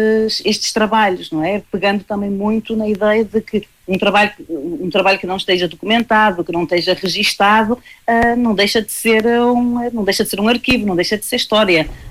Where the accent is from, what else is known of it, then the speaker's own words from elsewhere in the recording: Vila Nova de Famalicão, Norte, Portugal; eu sou de Vila Nova de Famalicão, ou seja, de muito perto de Braga